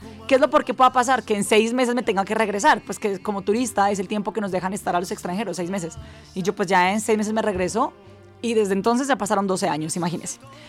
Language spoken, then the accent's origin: Spanish; Puebla, Mexico; also born or lived in Houston; yo me fui a vivir a Houston y regresé porque después dije, México es mi ciudad, mi tierra, México. Puebla es mi ciudad, México es mi país.